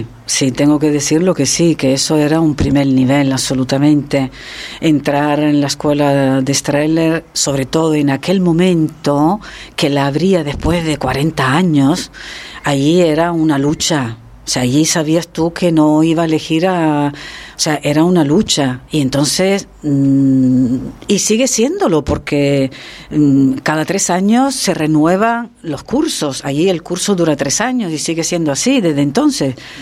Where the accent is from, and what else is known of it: Canary Islands, Spain; moved away